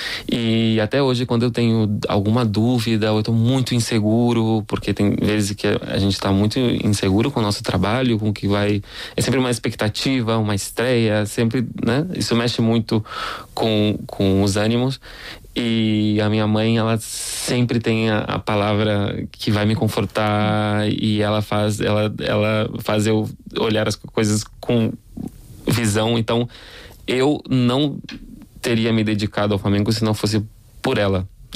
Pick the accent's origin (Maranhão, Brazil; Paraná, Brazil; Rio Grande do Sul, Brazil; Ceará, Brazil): Rio Grande do Sul, Brazil; E uma coisa que eu levo, eu sou do Rio Grande do Sul, né? Então, tem muitas semelhanças entre a cultura gaúcha, a cultura do Pampa, com a Espanha.